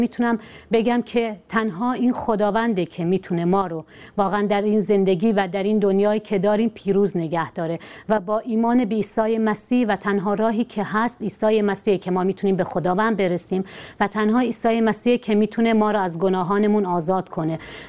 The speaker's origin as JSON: {"language": "Persian", "country": "Iran", "said": "من شخصی هستم ایرانی که در یک خانواده ایرانی و در یک خانواده کاتولیک به دنیا اومدم."}